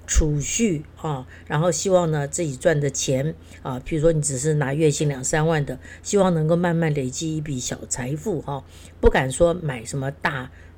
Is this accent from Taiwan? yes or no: yes; Taiwan; 我觉得我们台湾人真的很厉害，